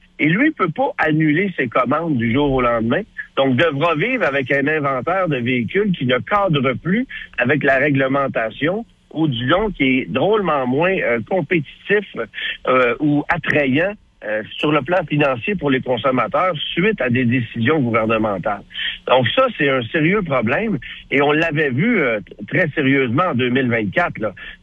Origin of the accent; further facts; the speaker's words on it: Canada; c'est une nouvelle mode chez nous au Canada, aux États-Unis